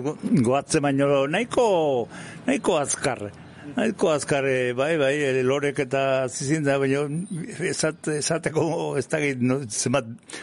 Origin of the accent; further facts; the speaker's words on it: Amezketa, Basque Country, Spain; eta orduan, ba, gure herrin, amezketan, ni naizen herrin, anpolaie esatzen zaie.